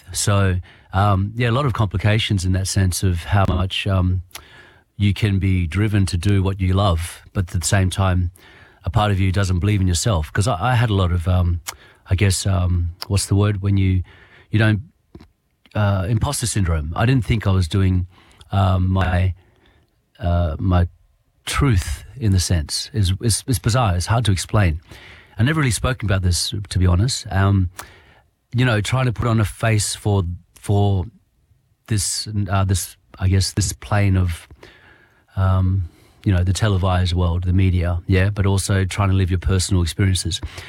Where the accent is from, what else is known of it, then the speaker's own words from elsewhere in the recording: Western Australia, Australia; I'm man from the Kimberleys, and I tell them